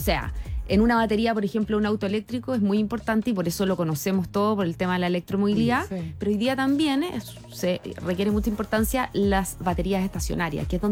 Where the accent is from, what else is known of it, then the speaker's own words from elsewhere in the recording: Chile; somos tanto chilenos